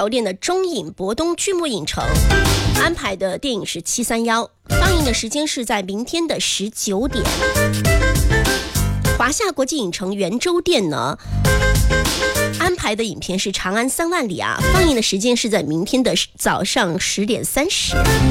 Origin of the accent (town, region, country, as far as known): Guangdong, China